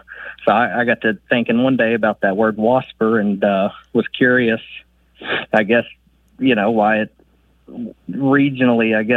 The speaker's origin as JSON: {"language": "English", "region": "Kentucky", "country": "United States", "tie": "born or raised there", "lives_now": "Frankfort, United States", "said": "So I grew up in Pulaski County here in Kentucky, mm-hmm."}